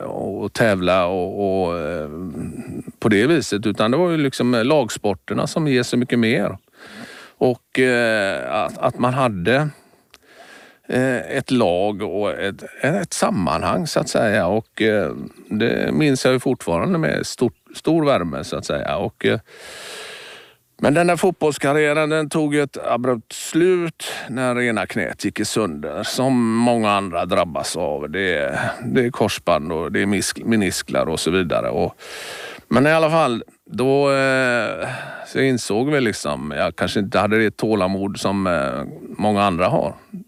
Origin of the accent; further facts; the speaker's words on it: Gothenburg, Västra Götaland County, Sweden; jag tänkte att ja, men som göteborgare så är det ju fotbollen, eller det var ju kanske då fotbollens stad, så att säga.